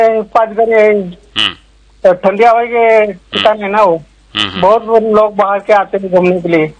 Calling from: Satara, Maharashtra, India; हमारे गांव में दो नदी है, एक कृष्णा है एक कोयना है।

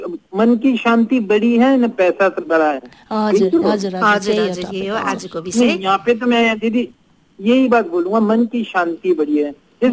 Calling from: Lumbini Province, Nepal; दाङको भन्दैछु।

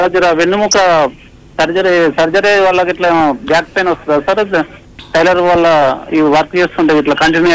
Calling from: Devampet, Yadadri district, Telangana, India; దేవంపేట sir, ఇక్కడ Yadadri district.

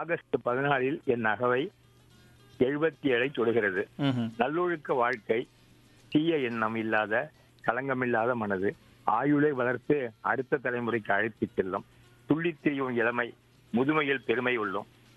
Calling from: Punnainallur, Tamil Nadu, India; தஞ்சாவூர் மாவட்டம் புன்னைநல்லூர் மாரியம்மன் கோயில்

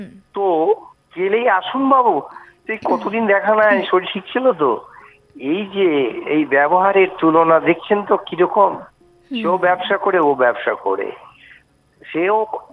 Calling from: West Bengal, India; West Bengal Birbhum থেকে

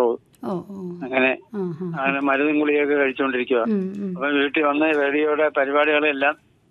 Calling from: Punalur, Kerala, India; ഞാൻ പുനലൂർന്ന് വിളിക്കുകയാണ്.

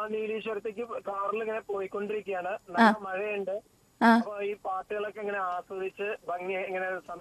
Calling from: Angamaly, Kerala, India; ഞാൻ അങ്കമാലിയിൽ നിന്നാണ് വിളിക്കുന്നത്.

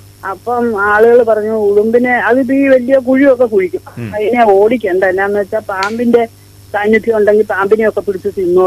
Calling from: Ettumanoor, Kerala, India; ഏറ്റുമാനൂരിൽ നിന്നാണ് വിളിക്കുന്നത്.

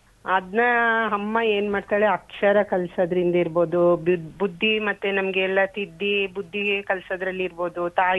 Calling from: Mandya, Karnataka, India; ಚೆನ್ನೈ ಬಡಾವಣೆ ಮಂಡ್ಯದಿಂದ ಮಾತಾಡ್ತಿರೋದು

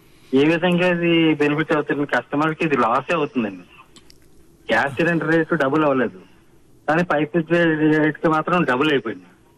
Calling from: Kakinada, Andhra Pradesh, India; నేను కాకినాడ నుంచి మాట్లాడుతున్నాను.

